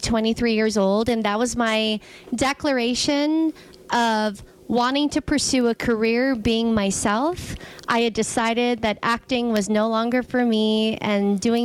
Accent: United States; we growing up in America

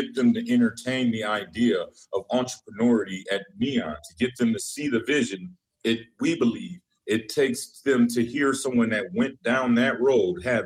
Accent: Minneapolis, Minnesota, United States; born there; also born or lived in Indiana; I was born in Indiana, and I know this when I was about 2 years old. I came here in the back of a U-Haul, and when we woke up, we came out the truck. We were in Minneapolis.

